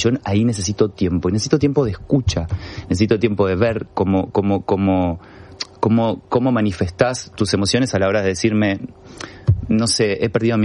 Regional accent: Argentina

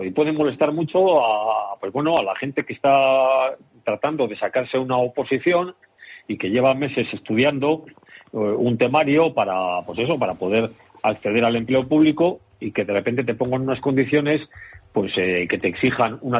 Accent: Llodio, Basque Country, Spain; en muchos pueblos de Álava, La Rioja Alavesa, o incluso en mi pueblo, en Llodio

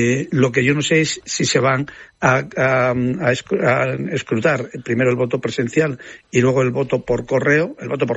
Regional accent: Trujillo, Extremadura, Spain; las primeras personas que me he encontrado han sido de mi pueblo, de Trujillo.

